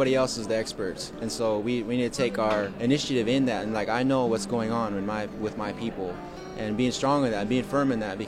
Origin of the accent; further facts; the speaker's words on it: California, United States; I'm from the Winnemem-Wenzhou tribe in Northern California, and we are speaking on behalf of Mount Shasta and the McLeod River.